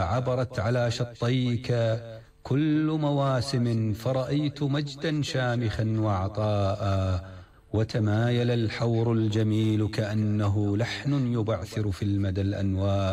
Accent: Deir ez-Zor, Deir ez-Zor Governorate, Syria; moved away; وهو الأستاذ زياد الشملان ابن مدينتي وابن دير الزور

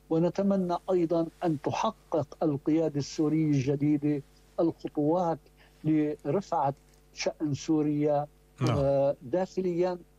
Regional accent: Lebanon; نحن بنعرفه كلبنانيين

